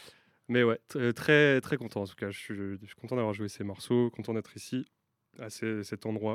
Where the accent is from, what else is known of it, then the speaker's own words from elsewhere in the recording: Saint-Étienne, Auvergne-Rhône-Alpes, France; now in Paris, France; En tant que non-parisien, stéphanois plus précisément, je venais